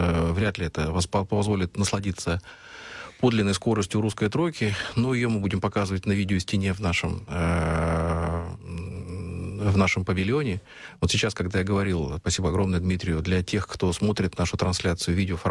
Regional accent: Siberia, Russia; я родился и вырос в Сибири

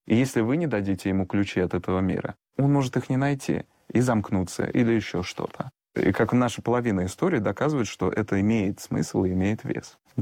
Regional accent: Russia; born there; там я родился в РФССР, то есть 90-е годы, я помню это все

